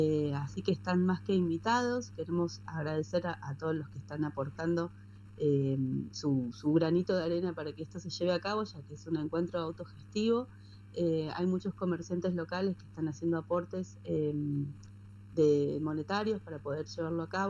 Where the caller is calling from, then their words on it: San Esteban, Córdoba, Argentina; Soy de San Esteban, artesana tejedora